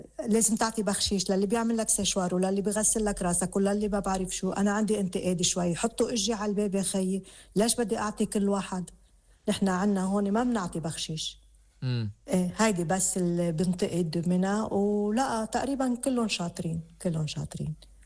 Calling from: Geneva, Switzerland; من جنيف. نحن هون بأوروبا

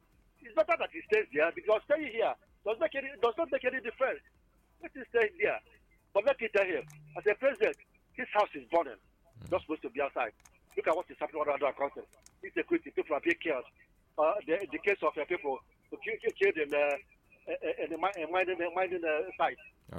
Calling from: Nigeria; And I come from Obunka, down by state.

